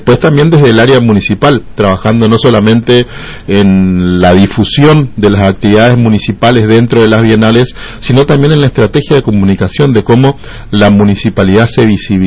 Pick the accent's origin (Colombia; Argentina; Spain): Argentina; Resistencia, Chaco; cada uno de los ciudadanos resistencianos, que somos casi especialistas en eso